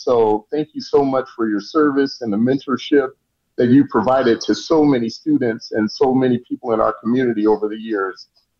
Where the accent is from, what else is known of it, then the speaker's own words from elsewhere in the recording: Cleveland, Ohio, United States; You know, I grew up as a kid in Cleveland, Ohio, and my family has some really deep roots. I was a first-generation Northerner, in a sense. My parents both hail from really tiny towns in Alabama.